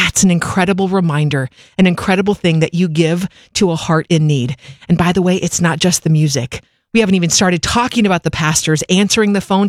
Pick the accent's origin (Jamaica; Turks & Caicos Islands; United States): United States; Clackamas, Oregon; I'm getting in the game. Eugenia just did that for my hometown of Clackamas, Oregon.